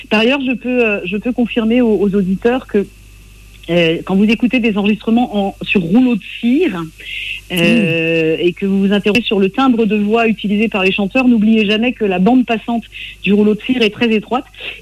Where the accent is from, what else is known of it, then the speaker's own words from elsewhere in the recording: Brittany, France; moi je viens du Trégor côtier. Alors le Trégor, si vous ne voyez pas, vous voyez la côte nord de la Bretagne. Il y a à peu près au milieu, il y a un grand V, une grande échancrure.